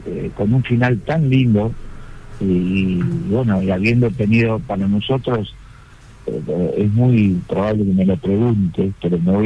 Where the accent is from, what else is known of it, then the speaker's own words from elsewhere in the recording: Argentina; moved away; estaba mi padre, un gran amigo mío, que vinieron de Argentina, de mi pueblo